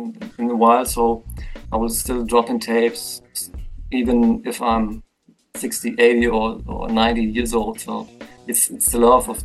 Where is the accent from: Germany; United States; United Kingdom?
Germany; Berlin; I'm from Germany, from the old GDR generation. I'm from the east side of Berlin